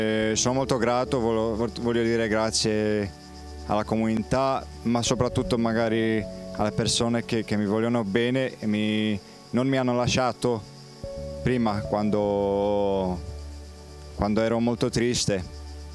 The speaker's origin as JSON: {"language": "Italian", "country": "Poland", "second_language": "Italian", "moved": "as an adult", "lives_now": "Italy", "said": "vengo da Polonia."}